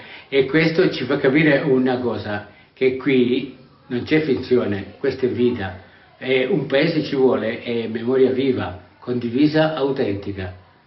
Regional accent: Gallina, Calabria, Italy; E il paese di cui scrive è Gallina, ed è anche il mio paese.

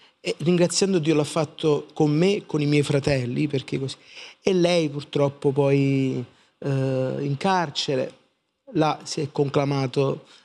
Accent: Caivano, Campania, Italy; di dove sei? Sono del Parco Verde, sono qua, abito di fronte.

